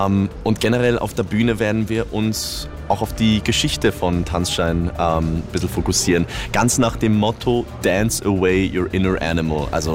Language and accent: German; Austria; Zu wissen, dass ich das in meinem Heimatland mache, das ist echt ein echt schönes Gefühl.